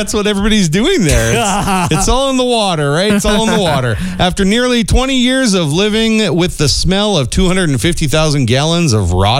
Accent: Canada; to distance myself from being Canadian just for a moment here.

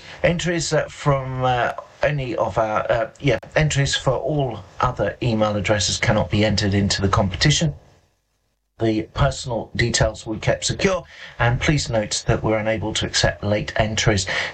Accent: England, United Kingdom; born there; I was born in England

